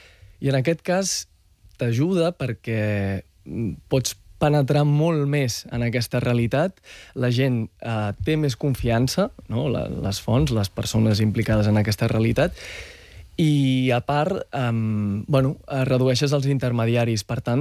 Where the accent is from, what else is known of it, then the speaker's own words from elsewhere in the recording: Catalonia, Spain; m'estimo molt Catalunya i sóc català, també sóc marroquí, sóc musulmà i jo m'estimo molt aquest país